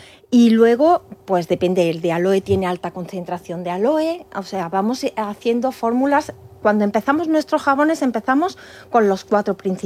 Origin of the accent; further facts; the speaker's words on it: Córdoba, Andalusia, Spain; una almazara de Córdoba, de mi tierra